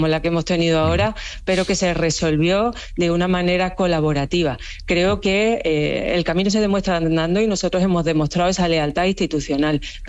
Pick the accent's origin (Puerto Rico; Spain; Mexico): Spain; Ceuta; yo como española, como ceutí, como europea